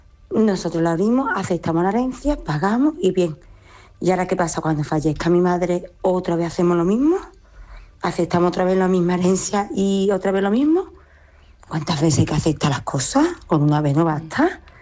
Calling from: Seville, Andalusia, Spain; de Sevilla.

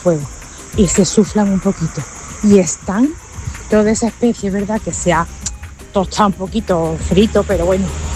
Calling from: Seville, Andalusia, Spain; Hola, chicos, buenas tardes. … de Sevilla.

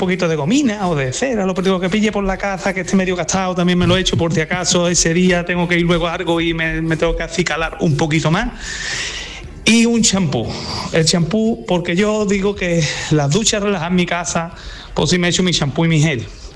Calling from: Osuna, Andalusia, Spain

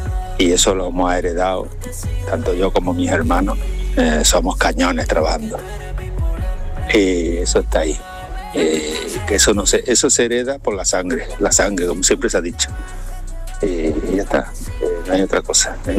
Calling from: Córdoba, Andalusia, Spain; de Córdoba.

